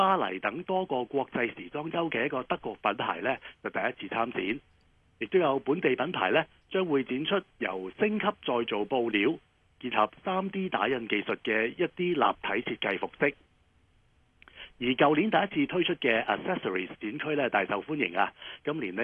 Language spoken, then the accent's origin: Cantonese; Hong Kong